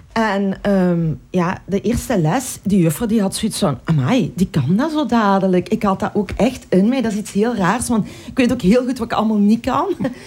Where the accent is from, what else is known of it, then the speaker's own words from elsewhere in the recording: Lillo, Flanders, Belgium; En ik kwam uit Lillo. Middle of nowhere.